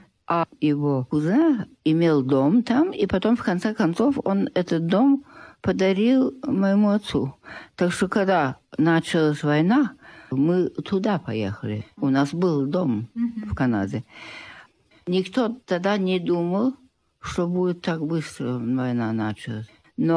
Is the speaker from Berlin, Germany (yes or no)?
no; Bavaria, Germany; moved away as an adult; also born or lived in Yugoslavia / Canada; я всегда... чувствовала, что я русская, но я не была никогда в России. Мы выросли там, в Германии.